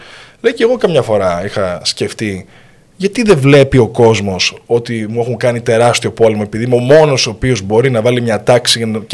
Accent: Crete, Greece; Αντλούσα έμπνευση από τη γιαγιά μου εδώ στην Κρήτη που με μεγάλωσε.

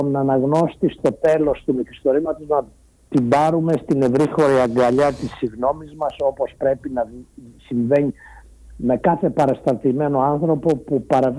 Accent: Marathos, Central Greece, Greece; εγώ κατάγομαι από το Μάροθο Βρυτανίας, είναι η γενέτειρα του Κατσαντώνη

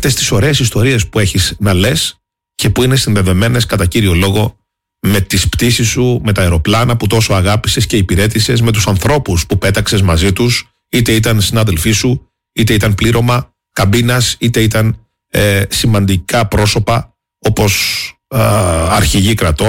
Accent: Crete, Greece; now in Heraklion, Greece; στα μέρη μας εκεί προς τη Σιτία και το Μεραμπέλο

